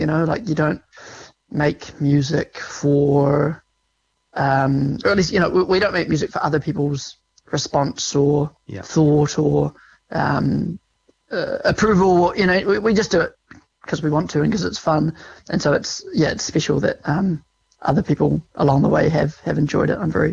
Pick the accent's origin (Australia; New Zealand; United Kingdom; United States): New Zealand; born there; the growing up in New Zealand